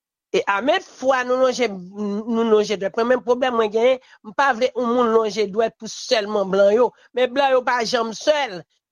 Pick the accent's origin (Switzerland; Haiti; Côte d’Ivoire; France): Haiti